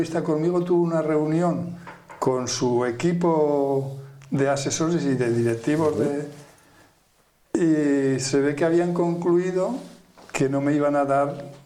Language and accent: Spanish; Aragon, Spain; yo recuerdo a uno de la provincia de Huesca, de donde soy yo, que mató al alcalde del pueblo.